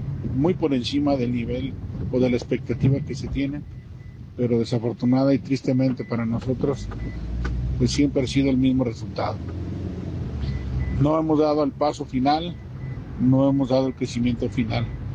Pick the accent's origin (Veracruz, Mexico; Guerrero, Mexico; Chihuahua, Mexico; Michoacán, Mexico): Michoacán, Mexico; soy michoacano.